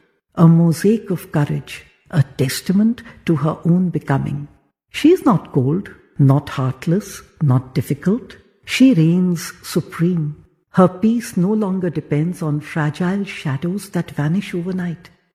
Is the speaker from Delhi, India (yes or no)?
yes; Delhi, India; I was born and brought up in Delhi.